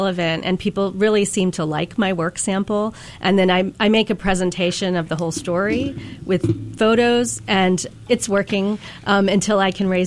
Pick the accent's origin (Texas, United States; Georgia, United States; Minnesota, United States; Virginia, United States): Virginia, United States; moved away as an adult; I'm from Virginia.